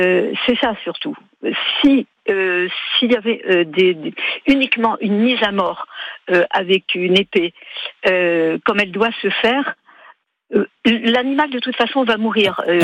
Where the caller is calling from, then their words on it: Villevieille, Occitanie, France; Je vous appelle de Villevieille.